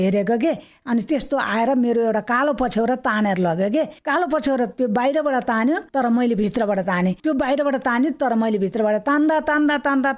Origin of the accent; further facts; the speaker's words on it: Thori, Madhesh Province, Nepal; now in Fapar Bari, Nepal; अनि मेरो माइती चाहिँ ठोरी हो, मेरो घर चाहिँ फापरबारी हो।